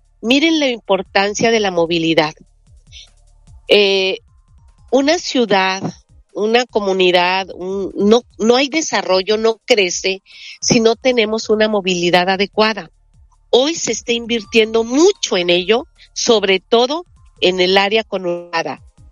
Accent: Veracruz, Mexico; así somos los veracruzanos, muy alegres

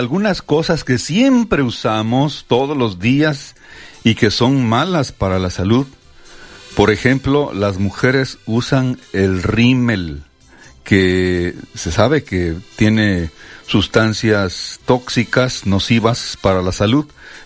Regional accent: Mexico

